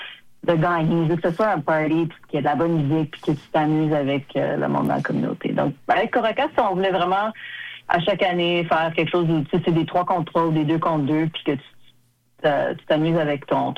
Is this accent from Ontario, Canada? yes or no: yes; Ottawa, Ontario, Canada; also born or lived in Montreal; now in Quebec City, Canada; Ben moi, j'ai fait la majorité de ma carrière à Montréal. Je suis d'Ottawa, mais j'ai étudié à Montréal en danse.